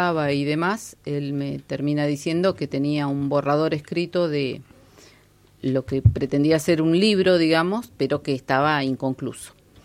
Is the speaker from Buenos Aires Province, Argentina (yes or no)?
no; General Roca, Río Negro, Argentina; now in Cipolletti, Argentina; En General Roca, soy